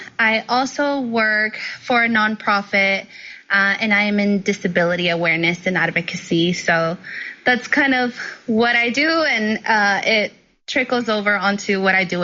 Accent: Texas, United States; I am also from Texas, but I live in Dallas.

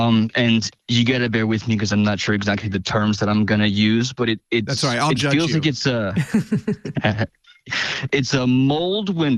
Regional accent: Appleton, Maine, United States; I am from Appleton, Maine.

